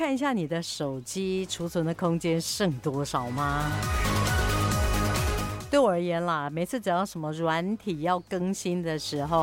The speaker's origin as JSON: {"language": "Chinese", "country": "Taiwan"}